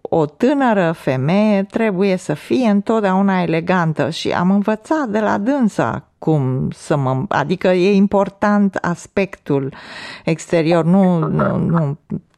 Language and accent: Romanian; Ploiești, Prahova, Romania; Eu sunt din Ploiești